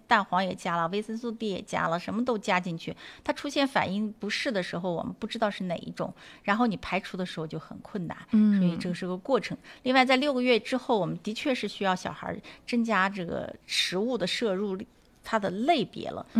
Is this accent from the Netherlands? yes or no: no; China; 我们中国人坐月子是要吃米酒的